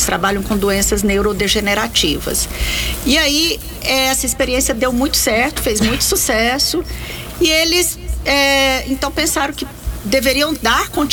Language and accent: Portuguese; Goiânia, Goiás, Brazil; born there; moved away as an adult; now in Anápolis, Brazil; eu também sou anapolina, acho que somos os três aqui. Sim. Nascemos em Anápolis. Mas eu me mudei para Goiânia quando era criança e retornei para Anápolis quando eu passei no concurso na UEG.